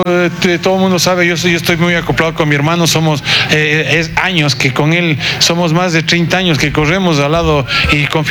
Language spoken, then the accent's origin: Spanish; Ecuador; now in United States; Y lo más bonito de llegar a mi tierra es ver a toda la gente querida.